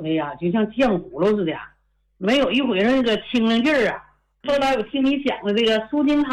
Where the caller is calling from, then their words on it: Shenyang, Liaoning, China; 我家是那个沈阳的，大东的。